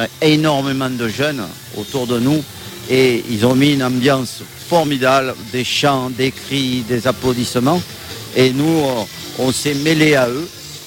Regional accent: Provence-Alpes-Côte d'Azur, France; avec mon épouse, on vient de la région de Marseille et on est venu voir le pape.

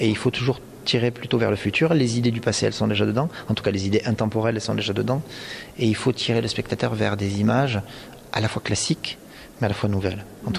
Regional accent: Occitanie, France; Je suis un enfant du pays

